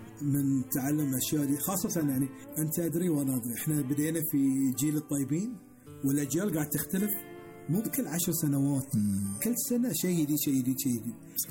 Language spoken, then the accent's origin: Arabic; Bahrain; إحنا كبحرينيين نقدر نوصل.